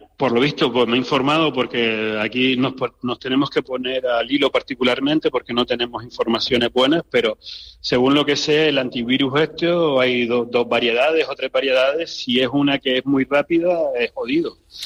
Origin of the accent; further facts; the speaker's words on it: Las Palmas de Gran Canaria, Canary Islands, Spain; moved away as an adult; now in Cape Verde; mi tierra es Canarias, eso es siempre.